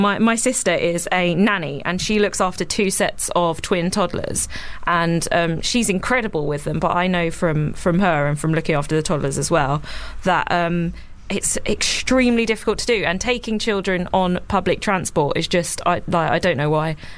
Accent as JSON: {"language": "English", "region": "South East England", "country": "United Kingdom", "said": "No, I'm not. I'm from Sussex."}